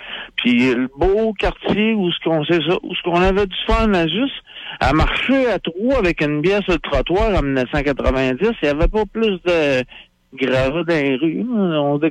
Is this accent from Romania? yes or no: no; Quebec City, Quebec, Canada; J'étais un gars de la rive sud, mais j'ai grandi à Québec.